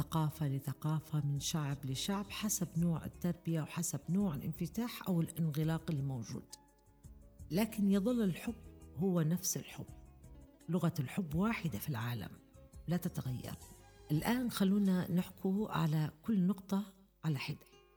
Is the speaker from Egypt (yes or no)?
no; Libya; يمكن أن نحن كمجتمع ليبي خاصة يعني أن نغير بعض التصرفات